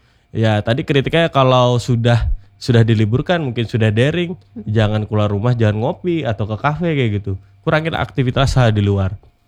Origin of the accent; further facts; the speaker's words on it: Amuntai, South Kalimantan, Indonesia; born there; di tempat kelahiran saya di Amuntai